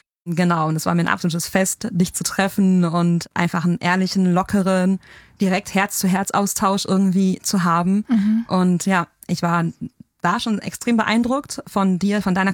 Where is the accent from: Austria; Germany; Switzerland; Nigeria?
Germany; North Rhine-Westphalia; born or raised there; also born or lived in Hesse